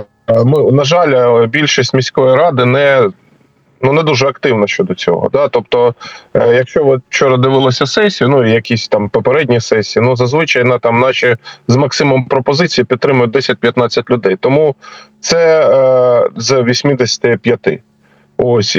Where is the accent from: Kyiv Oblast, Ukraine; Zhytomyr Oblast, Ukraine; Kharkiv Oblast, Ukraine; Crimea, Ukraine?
Kharkiv Oblast, Ukraine; Kharkiv; Це ми представники харків'яни